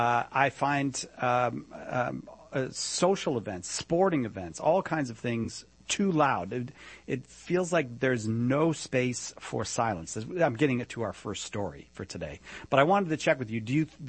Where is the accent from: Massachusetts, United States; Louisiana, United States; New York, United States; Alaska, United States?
Massachusetts, United States; Boston; See, I'm from Boston.